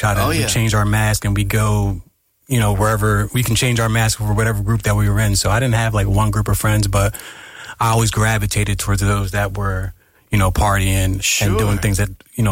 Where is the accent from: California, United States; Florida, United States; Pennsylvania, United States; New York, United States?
Pennsylvania, United States; East Norriton; we grew up in East Norton, Pennsylvania. Yeah. So that was, the outskirts of Norristown.